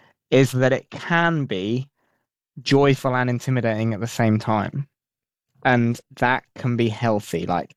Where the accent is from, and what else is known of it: England, United Kingdom; now in Spain